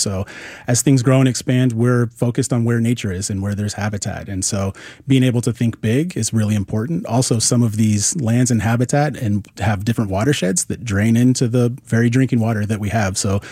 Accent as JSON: {"language": "English", "area": "Willamette Valley", "region": "Oregon", "country": "United States", "tie": "born or raised there", "said": "I grew up in the Willamette Valley"}